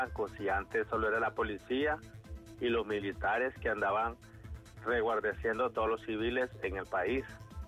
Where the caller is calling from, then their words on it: Honduras; Yo soy hondureño.